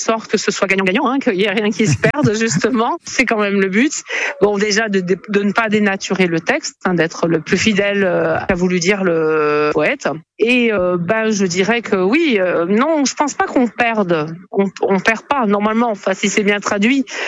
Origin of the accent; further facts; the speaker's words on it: Saint-Étienne, Auvergne-Rhône-Alpes, France; Moi, j'ai grandi à Saint-Étienne en gardant toujours ce lien avec l'Italie aussi.